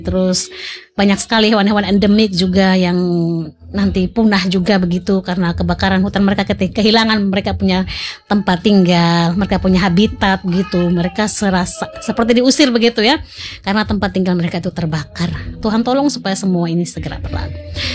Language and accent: Indonesian; Waingapu, East Nusa Tenggara, Indonesia; Halo orang Sumba, beta juga orang Sumba, campuran sedikit ya, beta dari Sumba Timur. Iya, Waingapu.